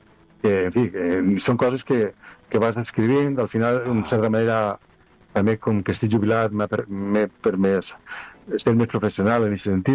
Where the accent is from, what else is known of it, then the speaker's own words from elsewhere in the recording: Agullent, Valencian Community, Spain; now in Canals, Spain; Jo sóc d'Agullent, ho sabeu massa bé, visc a Canals i he treballat tota la vida en Ontinyent